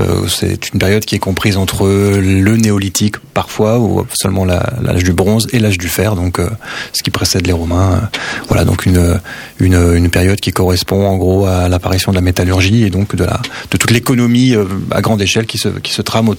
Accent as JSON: {"language": "French", "region": "Bourgogne-Franche-Comté", "country": "France", "moved": "yes", "said": "je viens de la Bourgogne"}